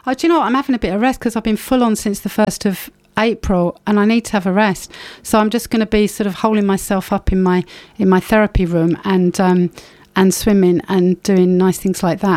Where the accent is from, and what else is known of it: East of England, United Kingdom; now in Bermondsey, United Kingdom